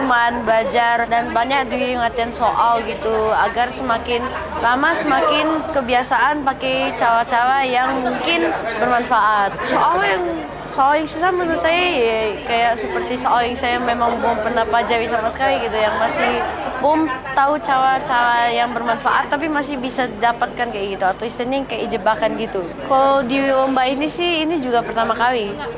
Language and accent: Indonesian; Pekanbaru, Riau, Indonesia; Saya dari Riau.